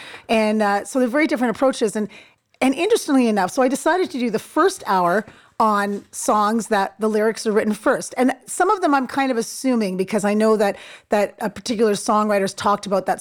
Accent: Ontario, Canada; growing up in Ontario, they always called it the May 2-4 weekend, you know, because it was around the 24th of May.

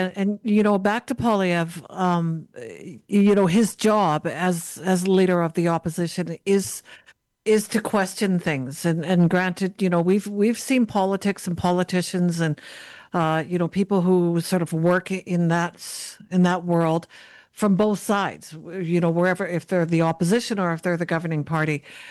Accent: Canada

